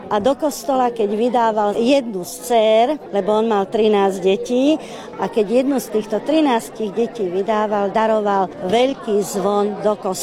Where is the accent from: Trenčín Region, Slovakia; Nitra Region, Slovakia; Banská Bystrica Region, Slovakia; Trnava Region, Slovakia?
Nitra Region, Slovakia; Neded; born there; now in Komárno, Slovakia; Ja žijem v Komárne, ale narodila som sa obecí v Neded. My sme sa ešte vtedy doma rodili, nenosili nás do nemocnice.